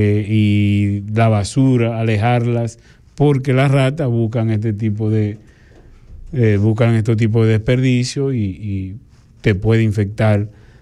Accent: Dominican Republic; nosotros tenemos como República Dominicana

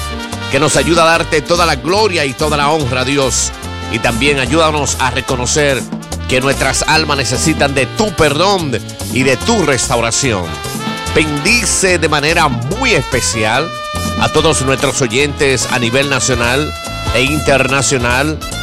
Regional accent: Dominican Republic; Dios, nuestra nación, República Dominicana, está en tus manos. Damos gracias, Señor, porque somos dominicanos.

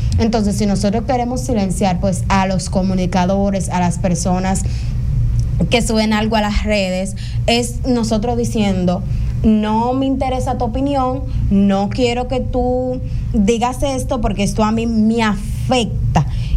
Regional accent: Dominican Republic; now in Santo Domingo, Dominican Republic; como dominicanos y dominicanas

